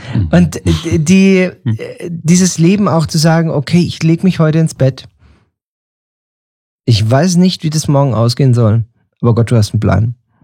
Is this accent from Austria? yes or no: no; Germany; Als Deutscher ist man es gewohnt, morgens zum Bäcker zu gehen und Brötchen zu holen, ja.